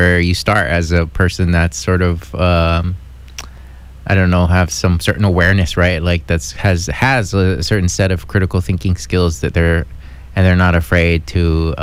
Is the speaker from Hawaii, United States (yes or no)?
yes; Hawaii, United States